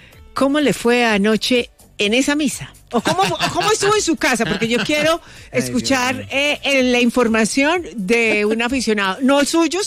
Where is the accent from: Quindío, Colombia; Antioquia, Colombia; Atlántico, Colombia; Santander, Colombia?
Quindío, Colombia; vamos a iniciar con una historia que viene desde mi tierra, desde el Quindío.